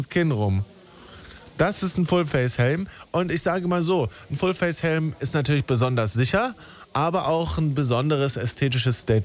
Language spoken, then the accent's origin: German; Berlin, Germany; Ich komme aus Berlin. Hier dürfen alle sein, wie wir wollen.